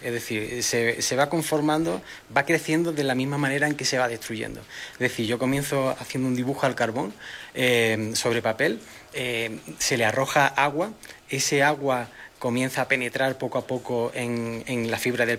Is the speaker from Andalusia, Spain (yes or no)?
yes; Málaga, Andalusia, Spain; sobre la identidad de de donde vengo, es decir, de Málaga, España, hacia México